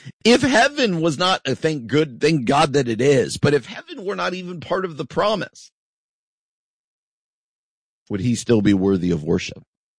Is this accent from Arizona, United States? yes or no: no; New Jersey, United States; like where I grew up in New Jersey, it's the start of beach season, right?